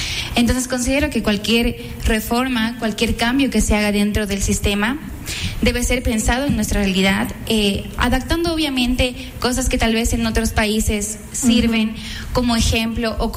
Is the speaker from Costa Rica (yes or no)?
no; Ecuador; es algo que nos deja pensando como ecuatorianos